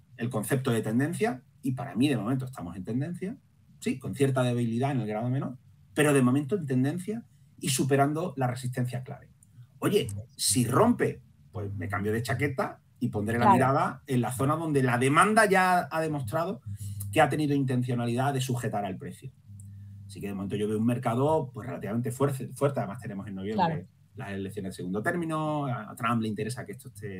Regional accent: Andalusia, Spain; Sí, como buen andaluz yo suelo hablar mucho y bueno...

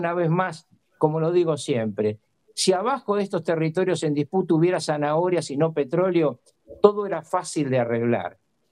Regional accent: Argentina; mal que me pese a mí como argentino

